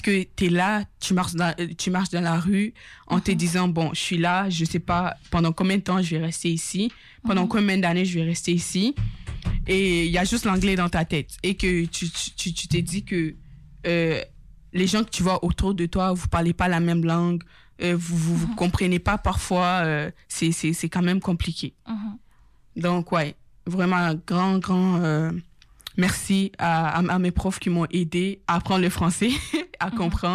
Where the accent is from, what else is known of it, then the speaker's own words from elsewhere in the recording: Ontario, Canada; French is a second language; now in Quebec City, Canada; je suis quand même issue de l'immigration ici à Québec, je viens de l'Ontario.